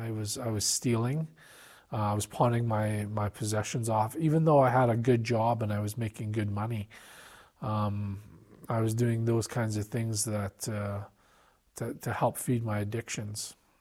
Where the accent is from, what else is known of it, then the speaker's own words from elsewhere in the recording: Edmonton, Alberta, Canada; I was born in Edmonton, raised in Edmonton, lived there most of my life